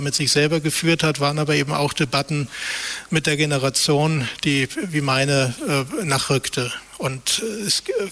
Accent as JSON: {"language": "German", "region": "Hamburg", "country": "Germany", "said": "ich bin aus Hamburg, also Westdeutschland respektive Bundesrepublik."}